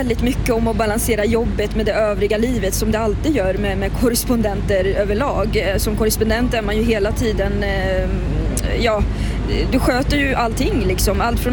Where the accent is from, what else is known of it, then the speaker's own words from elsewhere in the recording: Vänersborg, Västra Götaland County, Sweden; moved away; jag är från Vänersborg och jag har ju min familj där